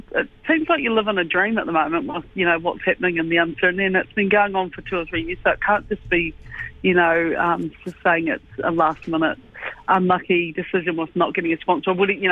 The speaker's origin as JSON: {"language": "English", "country": "New Zealand"}